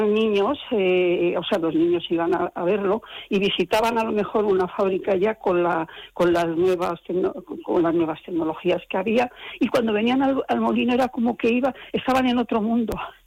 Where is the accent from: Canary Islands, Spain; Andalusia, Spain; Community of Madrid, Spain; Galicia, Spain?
Community of Madrid, Spain; Madrid; somos de Madrid